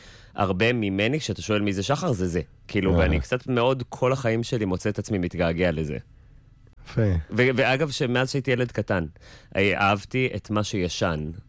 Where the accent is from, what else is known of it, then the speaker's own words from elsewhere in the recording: Jerusalem, Jerusalem District, Israel; now in Tel Aviv, Israel; אנחנו גדלנו בירושלים, היא בקריית יובל, אני בבית הכרם, אנחנו חבר'ה, אנחנו פשוטים.